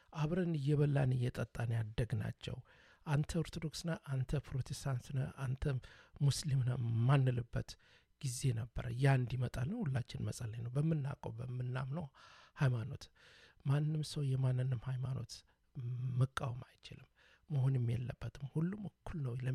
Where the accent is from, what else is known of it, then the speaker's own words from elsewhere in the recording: Dire Dawa, Ethiopia; now in Vancouver, Canada; አማራ ነኝ ምንም የምጠረጠርበት የለም ነገር ግን ተወልጄ ያደኩት ነው ድሬዳዋ ነው